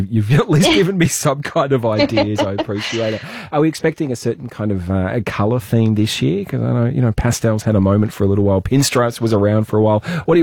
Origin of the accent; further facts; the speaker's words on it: Melbourne, Victoria, Australia; I grew up in Melbourne and I actually lived not too far away from Flemington Racecourse.